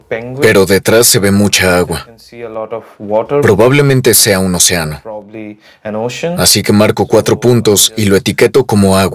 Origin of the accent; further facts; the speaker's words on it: Kolkata, West Bengal, India; Spanish is a second language; moved away as an adult; now in Germany; Soy de Calcuta, India. Tengo 29 años y ahora mismo estoy haciendo mi maestría aquí en Alemania.